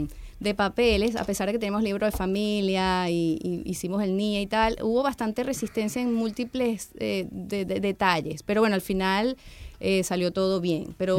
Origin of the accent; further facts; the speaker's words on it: Caracas, Capital District, Venezuela; moved away as an adult; Yo vengo de Caracas.